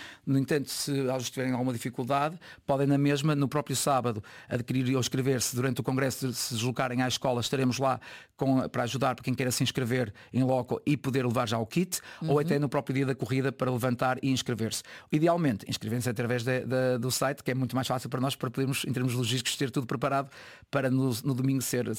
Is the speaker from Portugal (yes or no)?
yes; Braga, Norte, Portugal; eu também sou de Braga